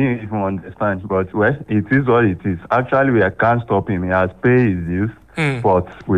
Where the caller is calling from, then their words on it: Ogbomoso, Oyo, Nigeria; from Ogbomoso.